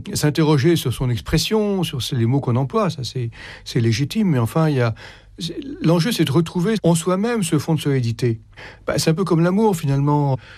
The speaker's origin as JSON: {"language": "French", "country": "France", "said": "parce que bon, on est français, donc on est solidaire de la France"}